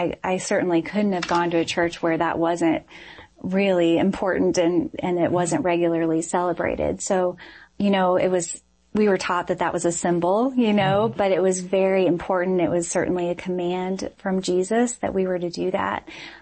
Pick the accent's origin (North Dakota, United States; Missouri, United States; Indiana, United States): Missouri, United States; Springfield; I grew up in Springfield, Missouri.